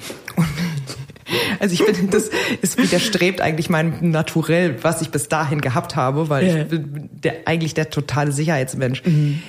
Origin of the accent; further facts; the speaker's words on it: Berlin, Germany; Aber ich bin einfach eine dumme Berlinerin